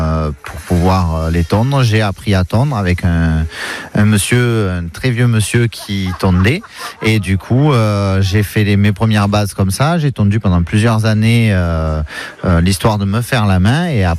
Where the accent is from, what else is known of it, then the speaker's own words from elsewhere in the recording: Arles, Provence-Alpes-Côte d'Azur, France; moi, je suis originaire de Raphaël. Ça fait partie de la commune d'Arles.